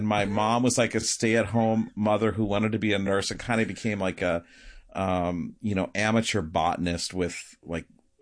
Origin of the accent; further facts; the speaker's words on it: Michigan, United States; Michigan. So I grew up in...